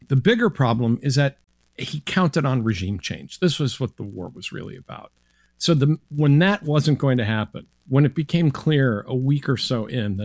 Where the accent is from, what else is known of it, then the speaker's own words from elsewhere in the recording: United States; as an American